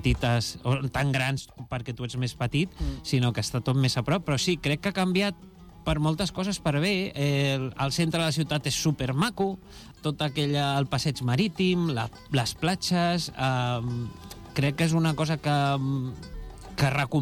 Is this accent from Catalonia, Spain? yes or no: yes; Badalona, Catalonia, Spain